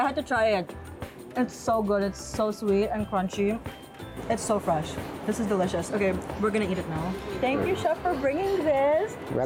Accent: Philippines; I'm so Filipino where I love everything in sauce.

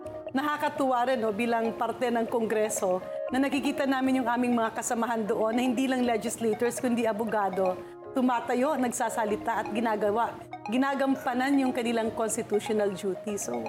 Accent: Eastern Visayas, Philippines; born there; moved away as an adult; now in Manila, Philippines; I was born in Leyte. And ako ay purong Bisaya at Cebuano. Parang nakaka-proud bilang isang probinsyana

